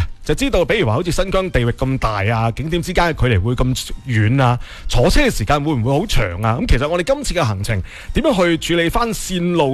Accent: Guangdong, China; 我哋嘴刁广东人

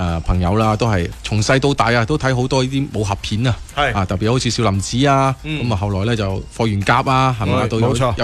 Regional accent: Foshan, Guangdong, China; 喺佛山呢个地方生活咧

